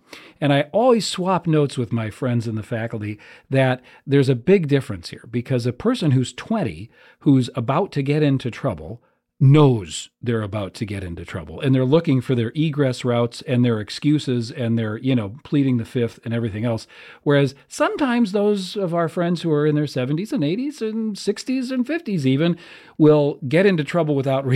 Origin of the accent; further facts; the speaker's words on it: United States; because as an American especially, because, you know, we've been divided from the world by a couple of oceans and some really good neighbors north and south